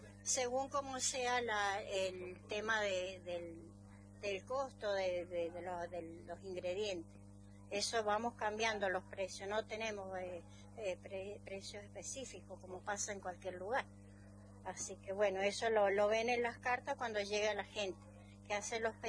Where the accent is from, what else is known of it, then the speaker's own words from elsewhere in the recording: Malargüe, Mendoza, Argentina; somos de acá del Volcán Malacara. Acá se llama este lugar La Batra